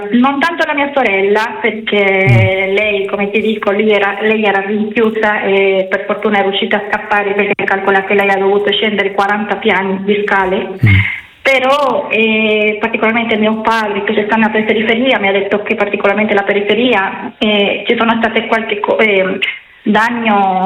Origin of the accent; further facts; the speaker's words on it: Venezuela; per me come venezuelana